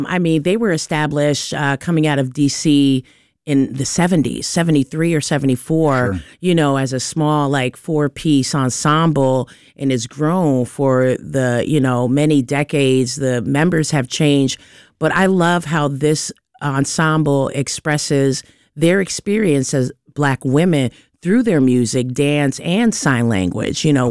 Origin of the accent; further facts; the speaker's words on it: New Jersey, United States; I grew up in New Jersey. I was raised by a musician. My father was an amazing pianist and composer and a teacher. So all kind of music was in my home. And my mother is from Uruguay